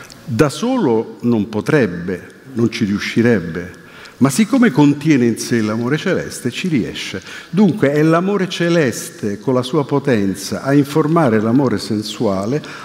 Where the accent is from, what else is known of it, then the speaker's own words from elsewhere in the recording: Rome, Lazio, Italy; Io che sono nato e vissuto a Roma e ho a lungo insegnato in istituti tecnici di periferia e poi per quasi 30 anni in carcere, so cosa sono i coatti romani.